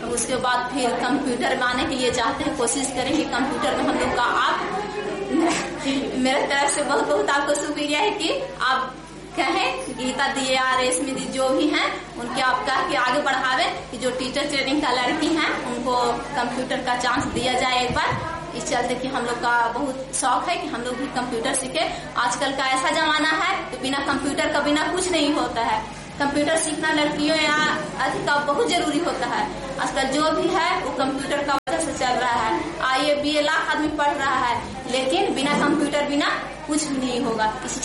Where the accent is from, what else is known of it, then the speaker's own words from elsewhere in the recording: Deo, Bihar, India; मैं देव की रहने वाली हूँ